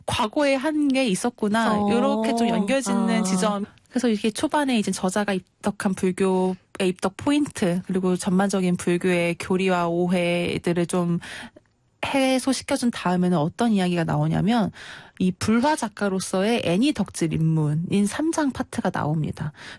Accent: South Chungcheong, South Korea; born there; moved away; 제 본가가 충청남도에 있거든요.

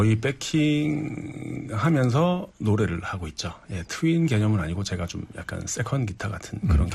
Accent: Daegu, South Korea; accent: Daegu dialect; 저는 그냥 대구 토박이고

